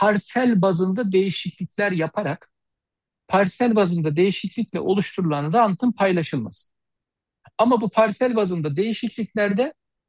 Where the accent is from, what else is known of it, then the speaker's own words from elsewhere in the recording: Yahşihan, Kırıkkale, Turkey; Yakın zamanda ben de Kırıkkaleliyim. Maalesef benim memleketimden, Yahşihan ilçesinden